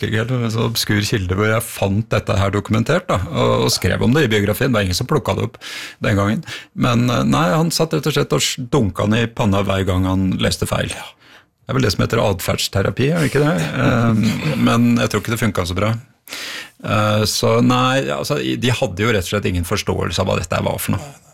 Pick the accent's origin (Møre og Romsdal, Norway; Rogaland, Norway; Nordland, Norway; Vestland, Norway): Nordland, Norway; Bjerkvik; Jeg hadde 4 år av barndommen i Bjerkvik, innerst i Ofotfjorden.